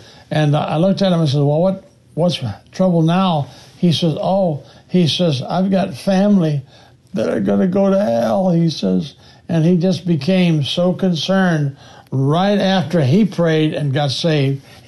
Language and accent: English; South Dakota, United States; I said, well, I'm a preacher from South Dakota. Have you ever met a preacher from South Dakota?